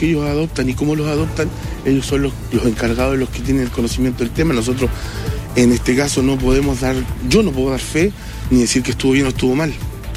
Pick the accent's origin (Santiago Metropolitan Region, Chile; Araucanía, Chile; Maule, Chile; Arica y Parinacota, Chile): Santiago Metropolitan Region, Chile; Santiago; No, nosotros somos todos de Santiago.